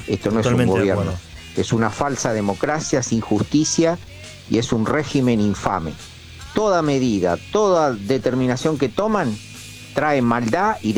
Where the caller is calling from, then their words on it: Córdoba, Argentina; Hablo desde Córdoba